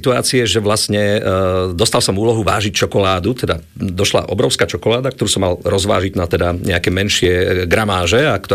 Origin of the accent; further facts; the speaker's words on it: Prešov Region, Slovakia; moved away; also born or lived in Lipany; po mojej rodnej dedinke a potom aj po Lipanoch, mestečku, kde som študoval na ľudovej škole umenia v tej dobe